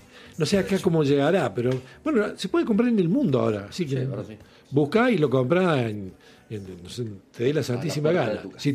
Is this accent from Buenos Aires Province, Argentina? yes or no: no; Arroyo Cabral, Córdoba, Argentina; born there